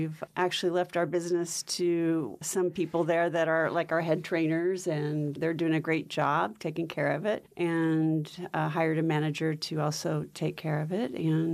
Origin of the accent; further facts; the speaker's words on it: Pleasanton, California, United States; I'm from Pleasanton, California.